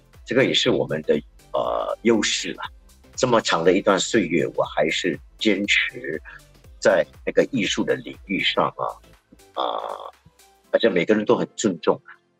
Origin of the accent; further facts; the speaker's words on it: Singapore; 我们新加坡人吃在富靠达吃东西以后，我们要把那个盘送回去